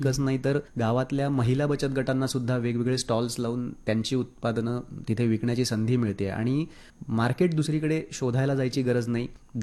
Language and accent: Marathi; Maharashtra, India; म्हणजे आता माझं गाव हे रत्नागिरी जिल्ह्यातलं आहे